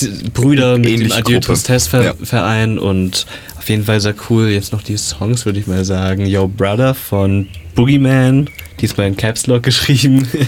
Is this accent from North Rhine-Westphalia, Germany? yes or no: no; Crailsheim, Baden-Württemberg, Germany; Wir kommen ja aus Crailsheim.